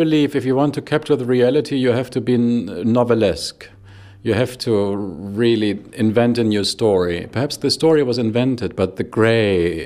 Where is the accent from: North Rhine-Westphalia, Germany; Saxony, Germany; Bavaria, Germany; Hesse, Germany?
Saxony, Germany; Dresden; moved away; in Dresden, in my hometown where I grew up